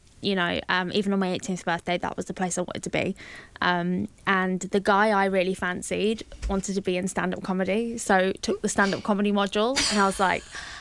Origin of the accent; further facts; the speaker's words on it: London, United Kingdom; moved away as an adult; now in Belfast, United Kingdom; born and bred in London and made the move over here in 2014.